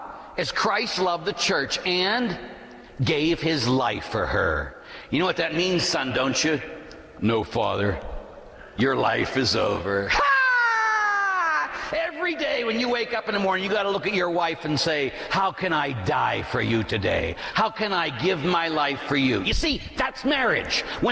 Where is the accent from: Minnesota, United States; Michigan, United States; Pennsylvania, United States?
Pennsylvania, United States; Pittsburgh; born or raised there